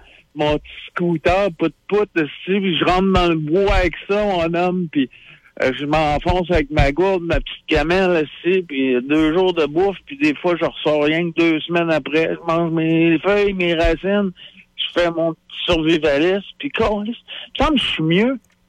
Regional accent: Quebec City, Quebec, Canada; J'étais un gars de la rive sud, mais j'ai grandi à Québec.

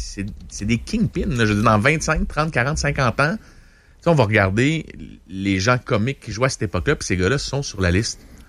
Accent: Repentigny, Quebec, Canada; Tu sais, j'étais de Repentigny à l'époque, mais je suis encore de là, mais j'habite plus là, non?

